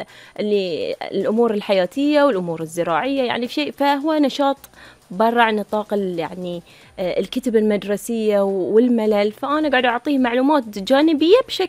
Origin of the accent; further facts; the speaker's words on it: Bahrain; احنا عندنا في البحرين